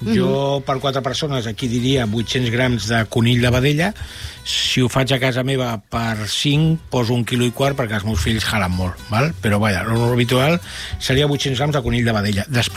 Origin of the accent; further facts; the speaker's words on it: Cervelló, Catalonia, Spain; la setmana passada va ser fira al meu poble, a Cervelló.